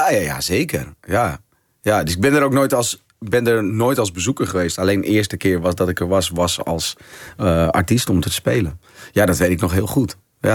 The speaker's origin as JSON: {"language": "Dutch", "town": "De Rijp", "region": "North Holland", "country": "Netherlands", "tie": "born there", "said": "ja, ja, ik ben geboren in Noordeinde, het Rijp."}